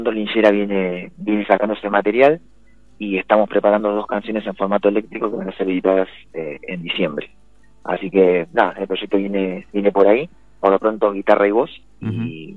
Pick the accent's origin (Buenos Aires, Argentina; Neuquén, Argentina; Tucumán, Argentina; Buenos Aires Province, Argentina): Neuquén, Argentina; De acá, de Neuquén Capital.